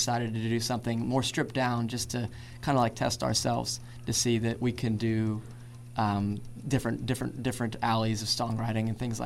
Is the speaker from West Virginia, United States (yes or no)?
yes; Weirton, West Virginia, United States; moved away as an adult; now in Pittsburgh, United States; I'm actually originally from Weirton, West Virginia. Just for those of you who don't know, it's about 45 minutes west of Pittsburgh.